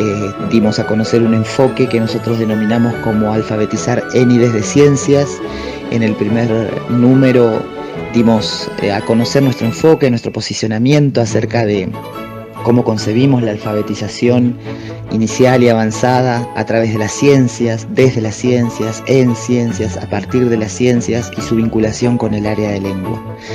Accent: José de San Martín, Chubut, Argentina; now in Esquel, Argentina; soy de José de San Martín en la provincia de Chubut, pero actualmente resido en la ciudad de Esquel, también en la provincia de Chubut.

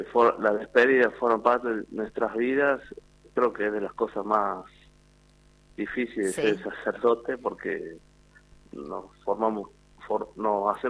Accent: San Fernando del Valle de Catamarca, Catamarca, Argentina; Sí, yo soy nacido y criado en Capital.

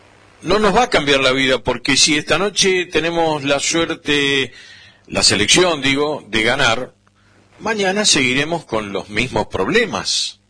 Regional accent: Argentina; Somos todos iguales. Somos argentinos.

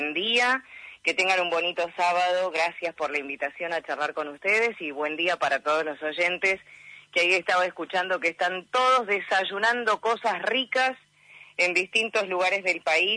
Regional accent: Trelew, Chubut, Argentina; born there; Trelew, Chubut, nací yo.

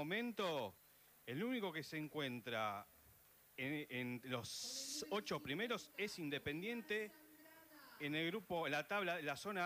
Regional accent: General Mosconi, Salta, Argentina

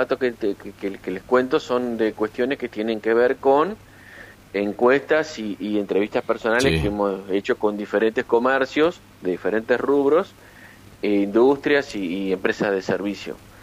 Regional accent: Argentina

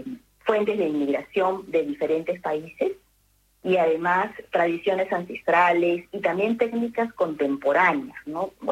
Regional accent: Peru

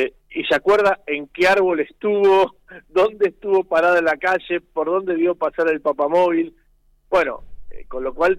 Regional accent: Argentina; Mirá, yo creo que en primer lugar significa que estamos como argentinos ante una ocasión histórica, ¿no?

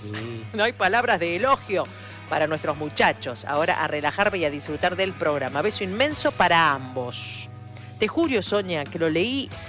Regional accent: Córdoba, Argentina; now in Paraná, Argentina; el cordobés que vive en Paraná, provincia de Entre Ríos

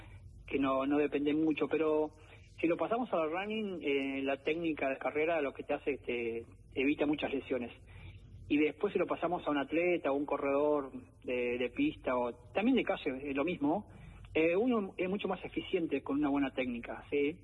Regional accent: Entre Ríos, Argentina; Villa Clara el 20 de julio, 9 de julio Villaguay, que está cerca de mi pueblo.

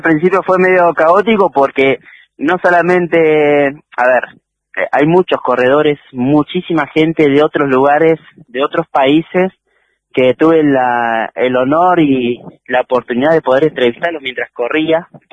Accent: Río Mayo, Chubut, Argentina; los dos somos de Río Mayo, crecimos juntos, entrenábamos juntos

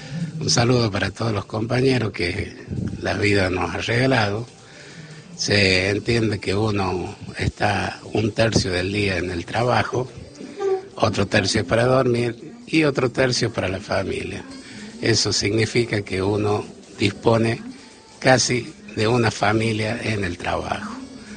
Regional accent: La Rioja, Argentina; Bueno, yo como buen riojano

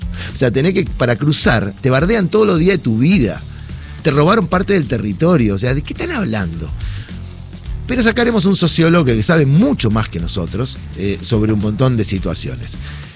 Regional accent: Argentina

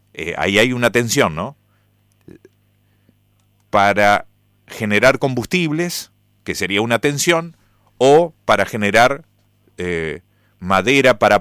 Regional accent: Gualeguaychú, Entre Ríos, Argentina; uno está nacido y criado acá en Gualeguaychú

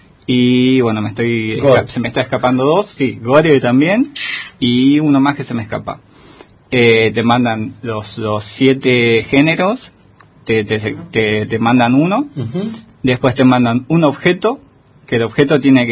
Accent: Buenos Aires, Argentina; now in Esquel, Argentina; Vengo de Buenos Aires, estoy acá en Esquel hace principio de año, más o menos.

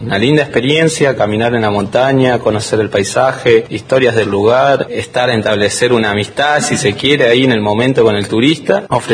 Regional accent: Sierra Colorada, Río Negro, Argentina; soy de Sierra Colorada, soy guía turístico de la zona.

